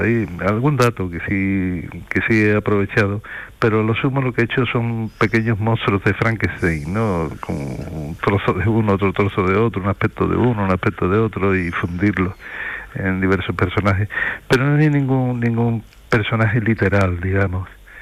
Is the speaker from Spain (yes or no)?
yes; Rota, Andalusia, Spain; mi pueblo sí fue muy determinante para mí durante la adolescencia, porque era un pueblo anómalo, por la presencia norteamericana